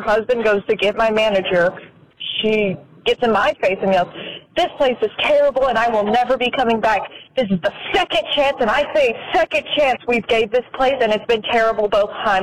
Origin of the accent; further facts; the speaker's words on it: Crestview, Florida, United States; I'm from Crestview, Florida, and I'm 17 years old.